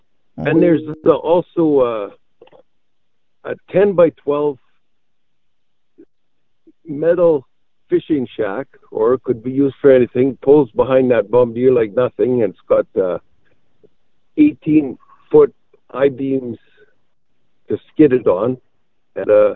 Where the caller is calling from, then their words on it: Manitoba, Canada; LaBroque, Manitoba